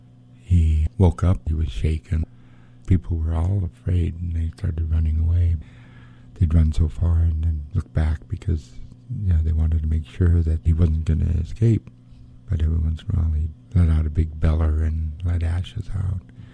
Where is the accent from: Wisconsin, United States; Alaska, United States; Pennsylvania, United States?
Alaska, United States; Craig; also born or lived in Hydaburg; Haida Indian from Southeastern. I'm Eagle Moiety and Frog Clan. I was born in Craig on Prince of Wales Island. My mother is from Heidelberg, so we grew up in both of those two communities.